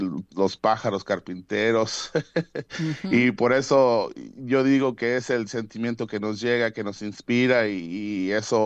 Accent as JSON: {"language": "Spanish", "country": "Mexico", "moved": "yes", "said": "yo como mexicano"}